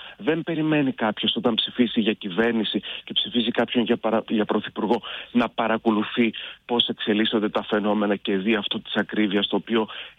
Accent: Greece; αν για κάτι περηφανευόμασταν ως Έλληνες, είναι ότι είχαμε το σπίτι μας

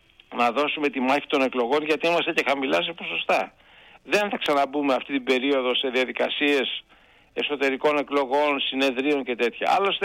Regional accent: Kavala, Eastern Macedonia and Thrace, Greece; εγώ επειδή είμαι από την Καβάλα

